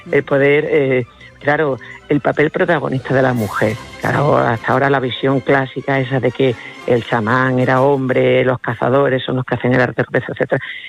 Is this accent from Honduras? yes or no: no; Extremadura, Spain; que es casi tanto más calor que el que hace en mi tierra aquí en Extremadura